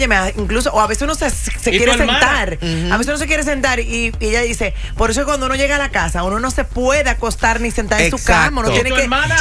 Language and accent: Spanish; Dominican Republic; now in New York, United States